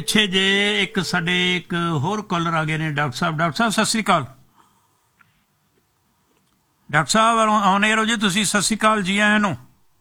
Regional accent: Punjab, India; moved away as an adult; now in Canada; ਸਾਡਾ ਪੰਜਾਬ ਉਹ ਬਹੁਤ ਵਧੀਆ ਹੈ, ਸਾਡੀਆਂ ਜੜ੍ਹਾਂ ਉੱਥੇ ਹੈ, ਸਾਡੀਆਂ ਰੂਟਸ ਉੱਥੇ ਹੈ, ਸਾਡੇ ਬੱਚੇ ਭੈਣ ਭਰਾ, ਸਾਡਾ ਬਚਪਨ ਉੱਥੇ ਬੀਤਿਆ, ਜਵਾਨੀ ਉੱਥੇ ਬੀਤੀ ਹੈ।

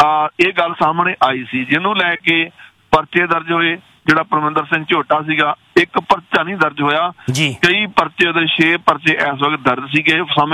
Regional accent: Punjab, India; born there; moved away; ਪਰ ਕਿਉਂਕਿ ਸਾਡੀ ਧਰਤੀ ਹੈ ਜੀ, ਅਸੀਂ ਜੰਮੇ ਪਲੇ ਹੈਗੇ ਹਾਂ

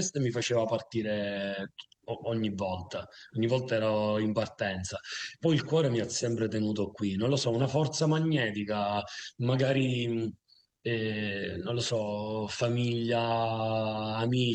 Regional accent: Priolo, Sicily, Italy; io sono in un paesino, nel mio paesino che si chiama Priolo ed è in provincia di Siracusa, quindi sul versante ionico della Sicilia sud-orientale

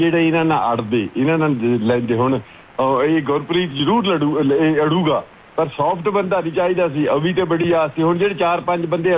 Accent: Gunachaur, Punjab, India; born or raised there; now in Canada

